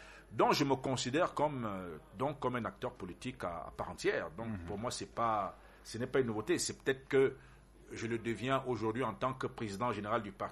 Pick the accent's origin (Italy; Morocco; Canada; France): France; Paris, Île-de-France; born there; Vous savez, je vous ai dit tantôt que je suis né à Paris, en France.